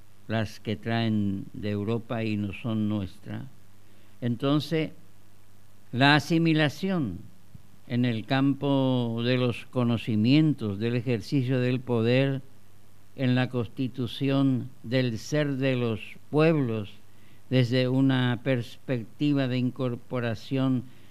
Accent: Paraguay; lo que vemos como paraguayos, cómo vemos y entendemos el mundo y la vida

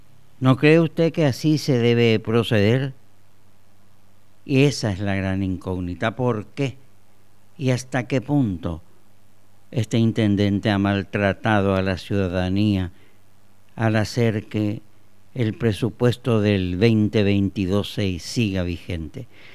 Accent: Fernando de la Mora, Central, Paraguay; yo soy también de Fernando.

